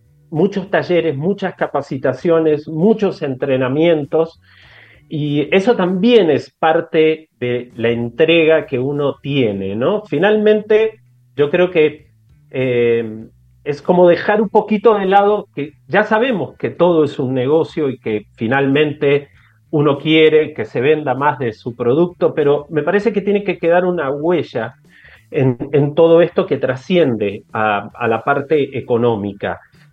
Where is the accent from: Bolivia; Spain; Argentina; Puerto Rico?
Argentina; moved away; also born or lived in Mexico / Peru; si se nota, soy argentino, pero ya hace varios años que vivo por fuera de Argentina y he tenido la posibilidad de vivir en México y en Perú